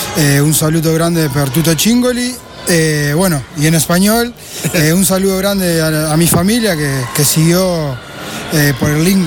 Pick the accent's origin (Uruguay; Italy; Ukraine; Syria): Uruguay; Canelones; Italian is a second language; vengo di Uruguay, di Canelones, vicino a Montevideo, che è la capitale.